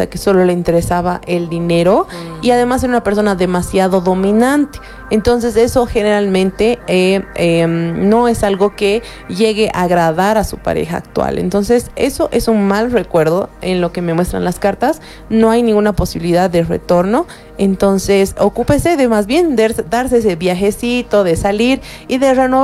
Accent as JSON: {"language": "Spanish", "country": "Bolivia"}